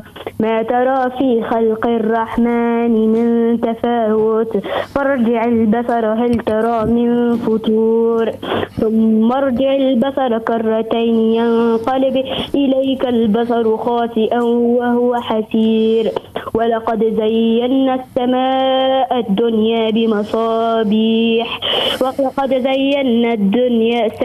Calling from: Oueslatia, Kairouan Governorate, Tunisia; من معتمدية الوسلاتين ولاية القيروان.

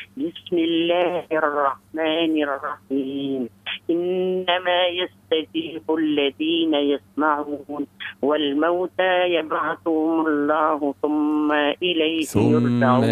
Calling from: Tunisia

